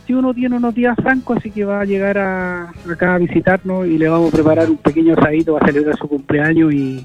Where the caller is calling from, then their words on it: Limache, Valparaíso, Chile; yo en este momento estoy en Quilpué, resido en Limache, pero estoy por trabajo acá en Quilpué.